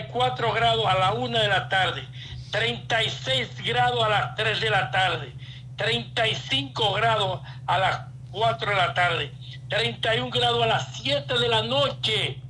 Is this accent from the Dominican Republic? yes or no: yes; Santiago de los Caballeros, Santiago, Dominican Republic; Recuerden que yo soy Santiago de España, de Compostela, es Santiago de Chile, pero nosotros somos el primer Santiago de América.